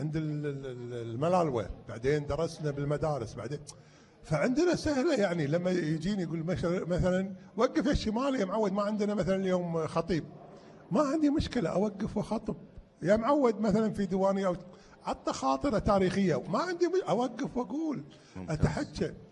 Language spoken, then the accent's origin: Arabic; Kuwait